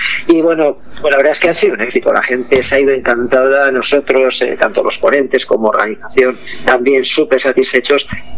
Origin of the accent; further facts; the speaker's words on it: Miranda de Ebro, Castile and León, Spain; vais a viajar hasta mi tierra, hasta mi ciudad, hasta Miranda de Ebro